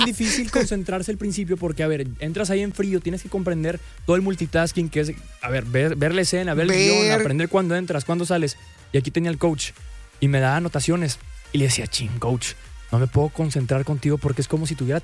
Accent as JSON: {"language": "Spanish", "town": "Monterrey", "region": "Nuevo León", "country": "Mexico"}